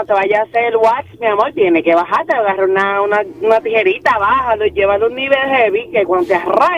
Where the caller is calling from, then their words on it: Dominican Republic; somos dominicanos